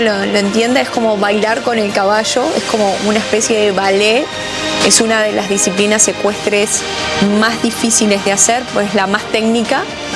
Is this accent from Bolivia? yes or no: no; Uruguay; uruguaya.